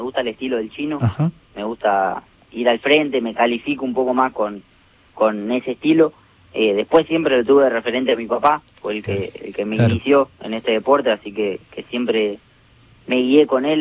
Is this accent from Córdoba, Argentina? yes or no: no; Santo Tomé, Santa Fe, Argentina; yo soy de Santo Tomé